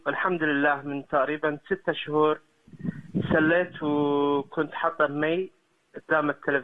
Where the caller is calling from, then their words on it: Eritrea; Arabic is a second language; من اريتريا.